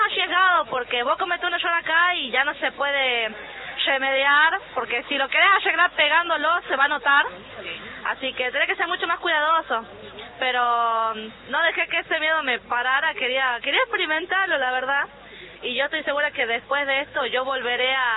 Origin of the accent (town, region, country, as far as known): La Rioja, Argentina